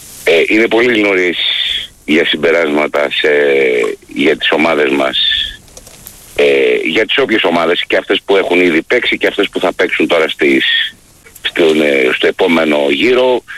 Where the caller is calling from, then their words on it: Palaio Faliro, Attica, Greece; από το Παλαιό Φάληρο.